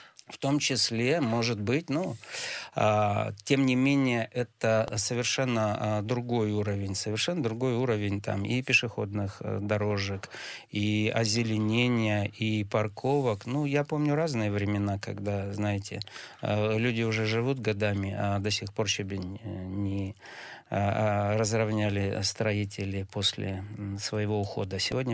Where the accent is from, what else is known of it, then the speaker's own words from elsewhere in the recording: Yekaterinburg, Sverdlovsk Oblast, Russia; Конечно, я больше по Очкаловскому району, как там коренной химашевец.